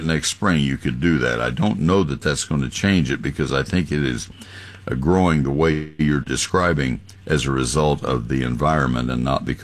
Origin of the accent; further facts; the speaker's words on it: College Station, Texas, United States; I grew up in College Station.